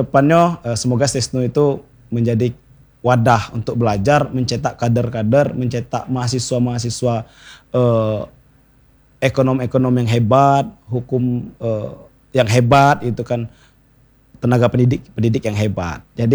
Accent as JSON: {"language": "Indonesian", "area": "Seluma", "region": "Bengkulu", "country": "Indonesia", "said": "Aslinya orang Seluma."}